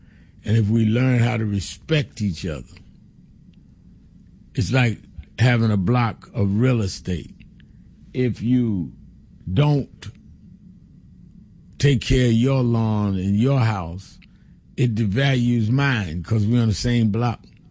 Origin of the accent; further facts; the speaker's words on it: New York, United States; many of you know that I grew up in New York as part of the King Movement from when I was 12 years old.